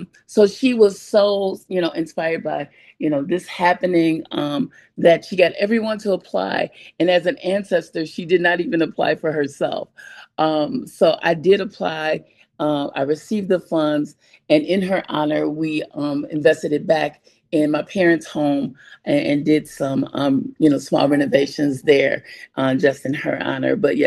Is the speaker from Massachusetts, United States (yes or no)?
no; Evanston, Illinois, United States; So I grew up in the Fifth Ward. And it was a great place to grow up.